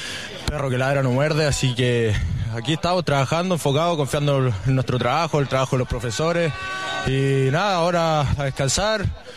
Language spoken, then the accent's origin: Spanish; Los Ángeles, Biobío, Chile; Yo soy de Los Ángeles.